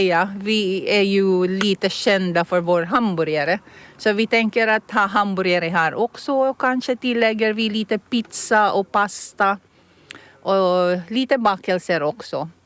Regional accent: Philippines; first language Tagalog; Swedish is a second language; now in Åland, Finland; Lollo betyder morfar eller farfar i mitt språk, som är Tagalog. Jag kommer från Filippinerna.

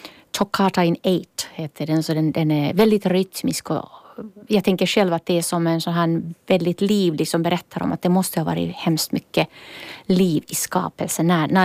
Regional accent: Finland; Jag är en från Finland

